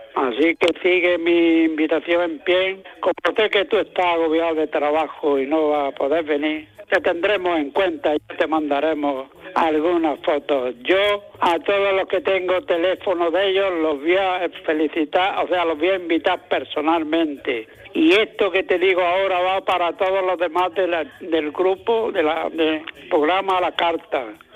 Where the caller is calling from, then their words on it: Almuñécar, Andalusia, Spain; de Almuñécar